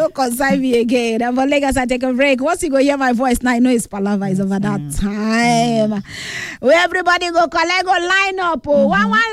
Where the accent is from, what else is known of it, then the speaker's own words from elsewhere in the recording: Nigeria; You are Nigerian, I'm a Nigerian too.